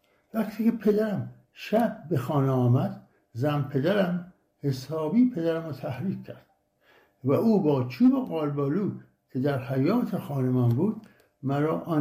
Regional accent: Hamadan, Iran; born there; در شهر همدان، محله بابا طاهر، در یک خانواده سنتی و مذهبی در فروردین سال 1326 متولد شدم.

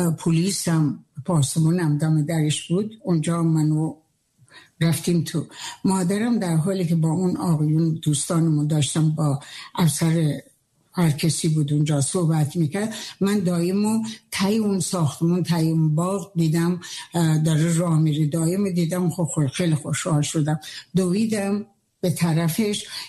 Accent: Lahijan, Gilan, Iran; born there; من تو در سال 1319 در شهر لاهیجان دنیا اومدم.

